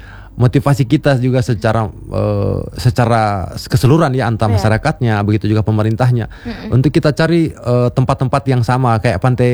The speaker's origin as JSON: {"language": "Indonesian", "region": "Southeast Sulawesi", "country": "Indonesia", "said": "kita sebagai orang Sultra dengan Tolakinya kita, Munanya kita, Butonnya kita, dan juga Moronene."}